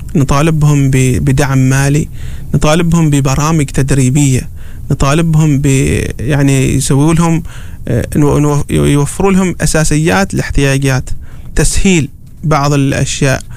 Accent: Oman; عندنا في عمان

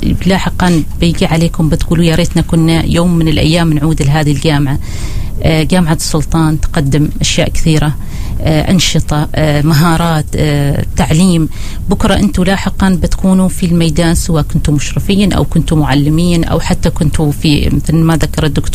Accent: Oman; إحنا كعمانيين

